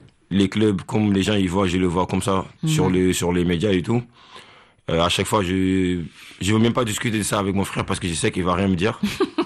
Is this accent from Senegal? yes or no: yes; Senegal; moved away as an adult; Comme je dis, on a quitté le Sénégal. J'ai quitté là-bas quand j'avais 18 ans. Et au début, c'était pas facile.